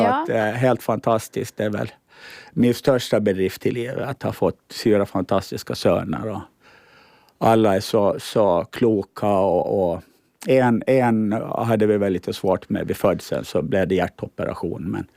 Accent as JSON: {"language": "Swedish", "country": "Åland Islands", "also_born_or_lived": "Stockholm / Taiwan", "moved": "yes"}